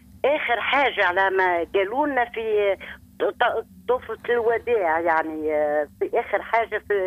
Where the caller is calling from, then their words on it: Tunisia; من القصري.